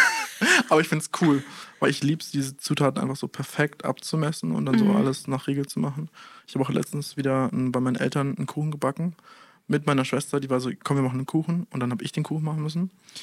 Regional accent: Australia; German is a second language; Also ich bin aus Australien wirklich weit weg. Das ist nicht so 3 Stunden in eine andere Stadt fahren, das ist wirklich weit weg.

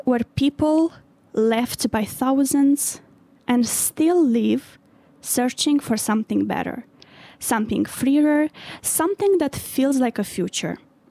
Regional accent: Moldova; I'm from the Republic of Moldova, a small country that was part of the Soviet Union, a country where my grandparents grew up believing that Lenin and Stalin were almost like family

